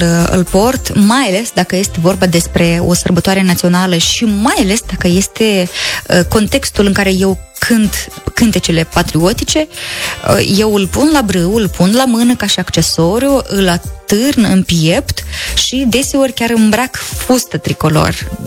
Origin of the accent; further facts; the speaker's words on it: southern Codri, Moldova; zona de sud de codru. De codru mai mult, pentru că eu însă și satul meu este amplasat la o fâșie de pădure de liliac și iată cumva poate și asta m-a influențat. Pentru că eu în copilărie mă duceam să culeg liliac